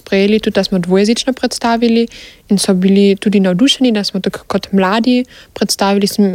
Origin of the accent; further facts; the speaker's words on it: Carinthia, Austria; kot koroški Slovenci